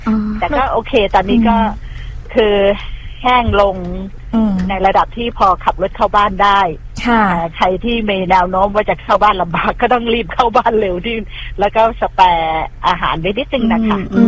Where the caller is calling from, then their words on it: Bang Bua Thong, Nonthaburi, Thailand; พี่มาจากนนทบุรีแอบบางบัวทอง